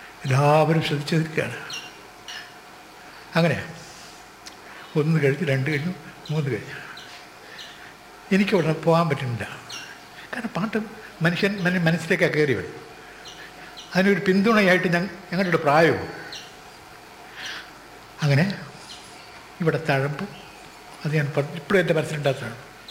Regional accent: Kozhikode, Kerala, India; born there

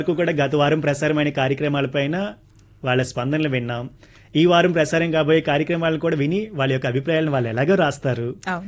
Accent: Visakhapatnam, Andhra Pradesh, India; now in Hyderabad, India; మా పిల్లల వృత్తిరీత్యా ఇప్పుడు హైదరాబాద్ లో కోలుకుంటున్నాం. విశాఖపట్నంలో ఉండలేకపోయినా సరే వైజాగ్ మా స్వస్థలం గనుక రెయిన్బోతో మాకు చాలా అనుబంధం ఉందండి.

